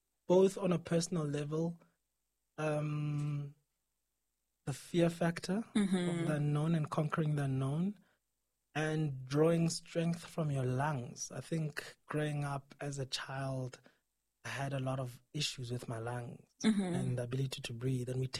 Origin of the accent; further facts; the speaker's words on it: Maseru, Maseru District, Lesotho; I come from Maseru.